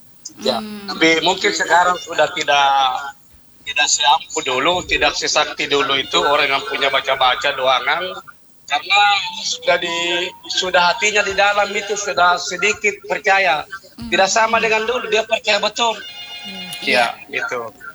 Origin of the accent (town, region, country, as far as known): South Sulawesi, Indonesia